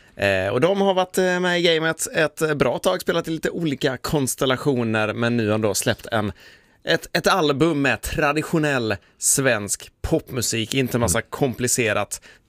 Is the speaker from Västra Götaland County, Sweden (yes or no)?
no; Ängelholm, Skåne, Sweden; Jag kommer från Ängelholm. Den är mycket mer småstad än Halmstad.